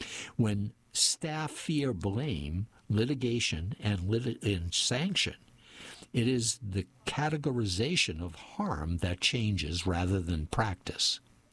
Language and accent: English; Mississippi, United States; Growing up in Mississippi in the 1950s, our summers were unbearably hot and humid.